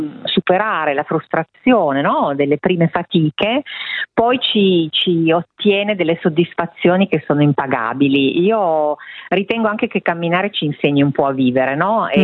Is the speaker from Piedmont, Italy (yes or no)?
yes; Turin, Piedmont, Italy; Io sono torinese, forse si sente anche dal mio accento.